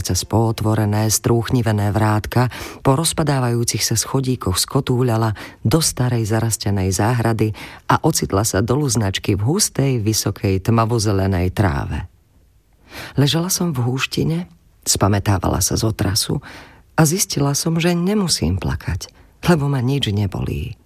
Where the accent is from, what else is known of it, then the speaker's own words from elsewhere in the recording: Podivín, South Moravian Region, Czechia; also born or lived in Vrbové / Piešťany; Narodila som sa vo Vrbovom, kde boli moji rodičia na krátkej návšteve. Ako dieťa som si predstavovala, že som prišla na svet medzi vrbami. A pretože som od malička podliehala mágii slov, stal sa pre mňa Podivín, kam sme sa presťahovali z Piešťan, ríšou divou.